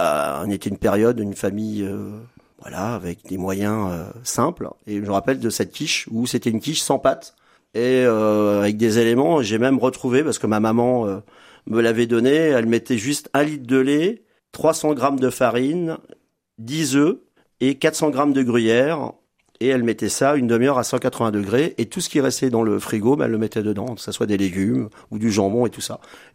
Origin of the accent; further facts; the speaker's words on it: Mer, Centre-Val de Loire, France; parce que je suis donc originaire de Mer